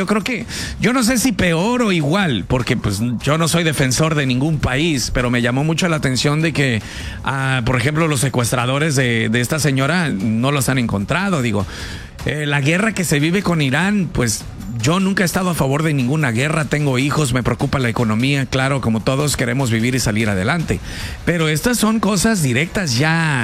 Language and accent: Spanish; Guadalajara, Jalisco, Mexico; moved away; desde bebé, desde meses, yo viví en Guadalajara, me bautizaron allá en Chapala, güey, yo soy de Jalisco